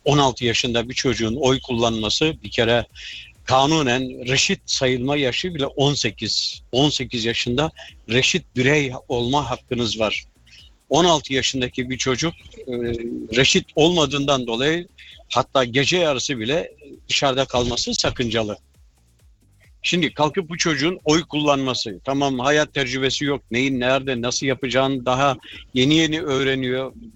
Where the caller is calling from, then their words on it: Hamburg, Germany; Hamburg'dan arıyorum.